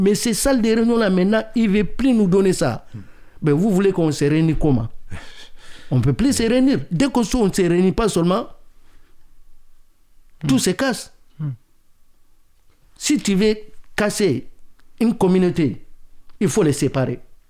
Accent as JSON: {"language": "French", "country": "Mali", "said": "Lui, les Mauritaniens, lui, les Sénégalais, moi, je suis malien."}